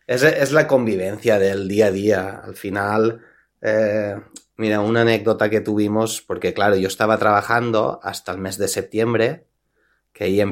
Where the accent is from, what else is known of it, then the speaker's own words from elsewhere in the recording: Alicante, Valencian Community, Spain; now in Vilanova i la Geltrú, Spain; ella trabaja aquí, en Vilanova y la Geltrú, nosotros somos de Alicante, y bueno, dio a luz allí.